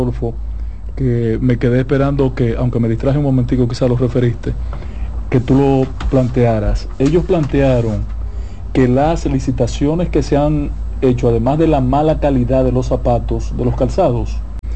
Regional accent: Santiago de los Caballeros, Santiago, Dominican Republic; yo soy un aldeano de Santiago

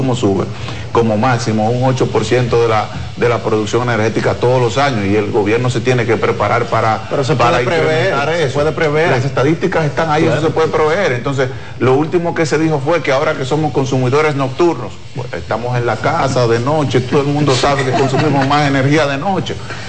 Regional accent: Dominican Republic

